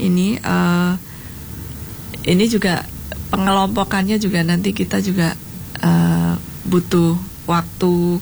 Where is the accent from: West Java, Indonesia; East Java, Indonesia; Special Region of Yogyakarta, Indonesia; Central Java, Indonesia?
Special Region of Yogyakarta, Indonesia; Yogyakarta; saya ini kan kebetulan hanya orang yang kebetulan lahir di Jogja ya. Lahir dan besar di Jogja